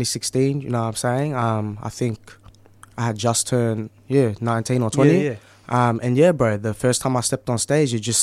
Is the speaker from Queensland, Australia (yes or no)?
no; Melbourne, Victoria, Australia; Melbourne Southeast, you know what I'm saying?